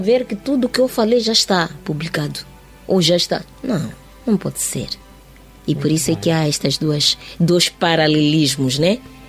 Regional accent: Mozambique; Mas nós todos somos moçambicanos, não pode ser.

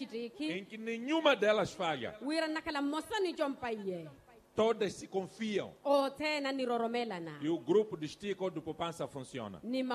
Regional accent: Mozambique; todos nós como moçambicanos.

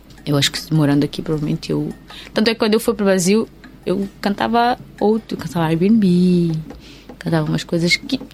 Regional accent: Mozambique; eu sou moçambicana, isso é, eu sou africana, eu sou uma mulher negra

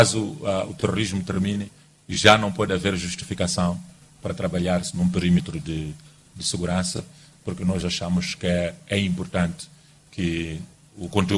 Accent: Mozambique

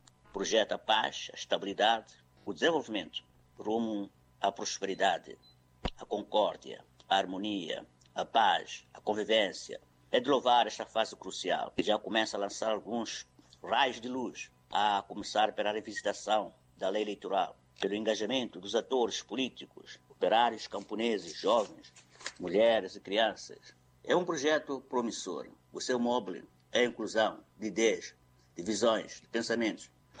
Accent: Mozambique; nós, duravante, como moçambicanos

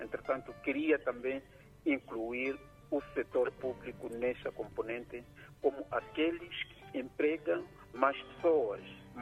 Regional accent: Manica, Mozambique

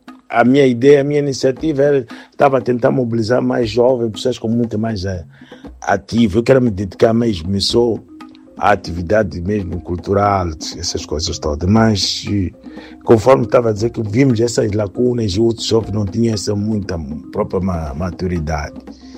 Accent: Mozambique; now in Germany; nós somos moçambicanos

